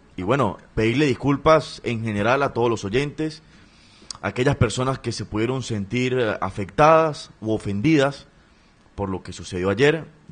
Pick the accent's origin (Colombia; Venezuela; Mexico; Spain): Venezuela; nosotros como personas, como sociedad venezolana